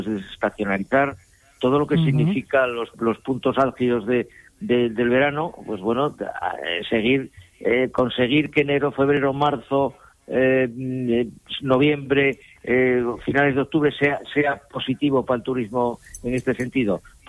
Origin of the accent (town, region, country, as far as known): Asturias, Spain